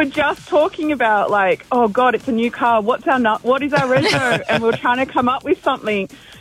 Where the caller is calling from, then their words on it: Wongawilli, New South Wales, Australia; I'm from Wongawilli